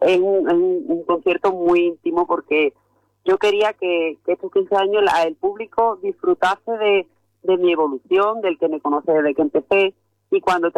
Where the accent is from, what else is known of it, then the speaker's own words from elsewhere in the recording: La Luisiana, Andalusia, Spain; yo soy de la Luisiana